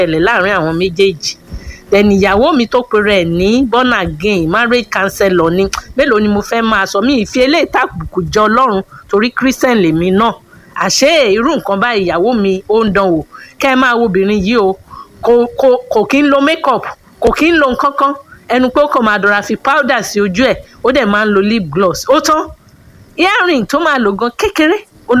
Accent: Ekiti, Nigeria; bẹ́ẹ̀ ni alágídí ni mí ọmọ Èkìtì ni mí

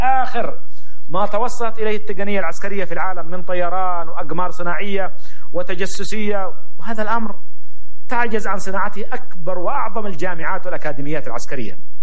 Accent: Yemen; وهذا الاستقلال الذي نشعر به كيمنيين اليوم،

